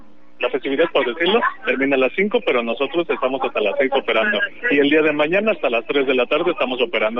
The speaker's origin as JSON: {"language": "Spanish", "region": "Mexico City", "country": "Mexico", "said": "Hola, yo vengo de la Ciudad de México, soy el coordinador de los amigos aquí"}